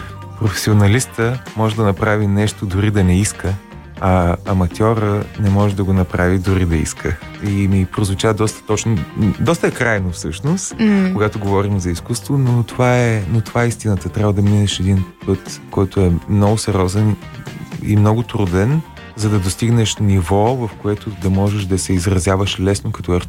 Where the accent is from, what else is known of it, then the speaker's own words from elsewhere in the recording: Kavarna, Dobrich Province, Bulgaria; Аз съм отраснал в Каварна, едно малко крайморско градче.